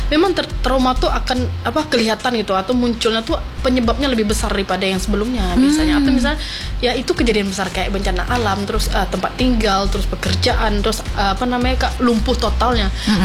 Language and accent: Indonesian; Padang, West Sumatra, Indonesia; sebagai orang Padang